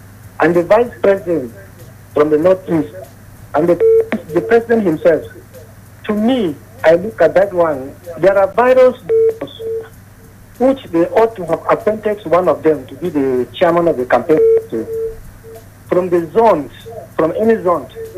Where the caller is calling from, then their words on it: Jos, Plateau, Nigeria; I'm calling from Jos.